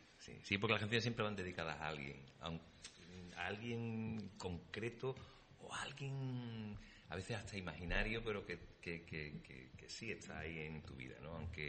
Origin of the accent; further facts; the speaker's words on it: Sanlúcar de Barrameda, Andalusia, Spain; born there; moved away; estaba acordándome de mi pueblo, de mi tierra, estaba acordándome, tenía añoranza, tenía... Y en un... Pues me dejé llevar la imaginación y me estaba viendo volando como un espíritu etéreo por las calles de Sanlúcar